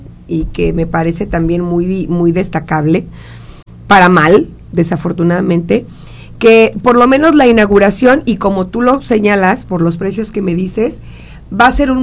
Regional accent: Mexico; como mexicanos no quedamos contentos

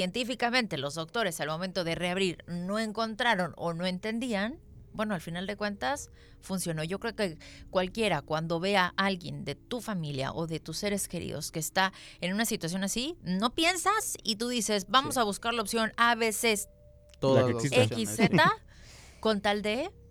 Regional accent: Mexico

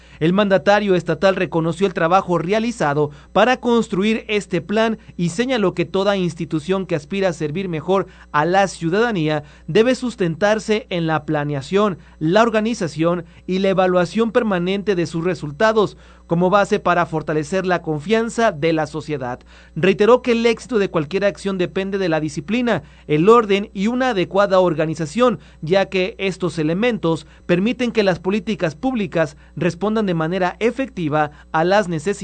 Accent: Mexico; nosotros como mexicanos votamos por quienes imparten justicia

